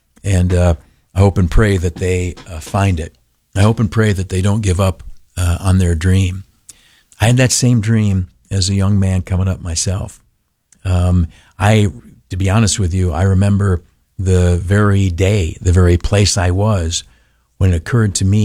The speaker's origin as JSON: {"language": "English", "region": "New York", "country": "United States", "tie": "born or raised there", "said": "I grew up in the Southern Tier, a very rural portion of upstate New York"}